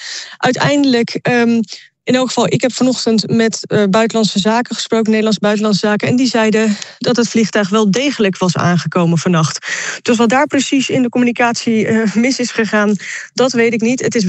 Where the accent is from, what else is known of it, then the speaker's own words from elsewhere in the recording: Spain; Dutch is a second language; Dus als we kunnen helpen, moeten wij dat als Spanjaarden zeker doen.